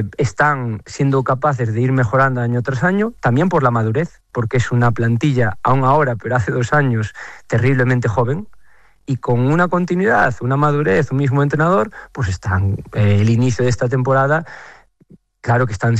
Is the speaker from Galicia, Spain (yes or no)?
yes; Galicia, Spain